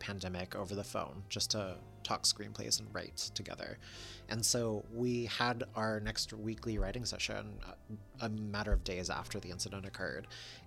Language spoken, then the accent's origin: English; California, United States; And so I've been in the Bay Area for three, four generations. And in terms of schools, I went to Jefferson Elementary in the Sunset